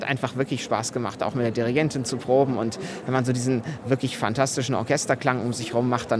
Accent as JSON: {"language": "German", "town": "Leipzig", "region": "Saxony", "country": "Germany", "said": "Ich bin ja eigentlich aus Leipzig."}